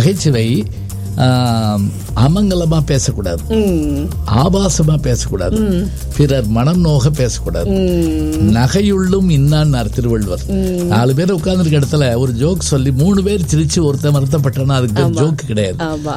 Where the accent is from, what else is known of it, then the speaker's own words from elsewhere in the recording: Tamil Nadu, India; now in Madurai, India; நான் கிராமத்துல வளர்ந்த பையன்